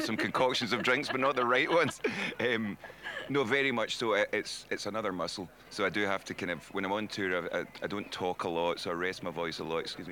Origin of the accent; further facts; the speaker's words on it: Scotland, United Kingdom; as a Scotsman as well, a Scottish person